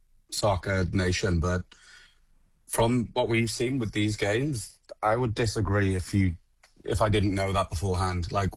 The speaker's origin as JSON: {"language": "English", "region": "Wales", "country": "United Kingdom", "lives_now": "Australia", "said": "I'm Welsh, so of course I'm a football fan, and I'm now living in Australia"}